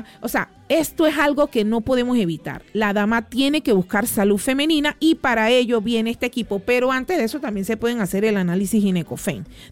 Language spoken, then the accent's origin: Spanish; Panama; Soy panameña